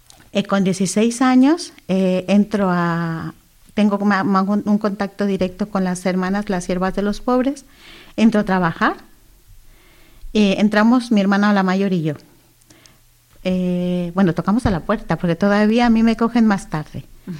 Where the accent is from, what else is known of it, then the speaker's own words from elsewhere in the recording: Monterrey, Nuevo León, Mexico; now in Gran Canaria, Spain; yo soy mexicana de Monterrey, Nuevo León.